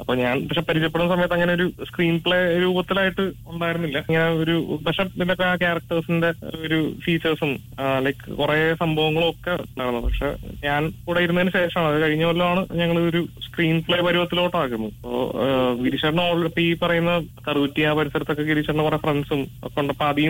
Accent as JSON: {"language": "Malayalam", "town": "Kottayam", "region": "Kerala", "country": "India", "tie": "born or raised there", "said": "ഞാൻ നാട് ശരിക്കും കോട്ടയത്താണ്."}